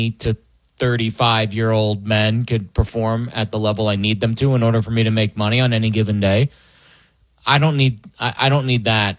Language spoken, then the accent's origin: English; New York, United States; I love Philly. I mean, and I'm a New Yorker.